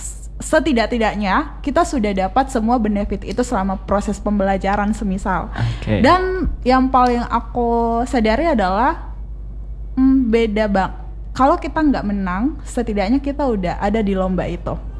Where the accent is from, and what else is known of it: Polewali Mandar, West Sulawesi, Indonesia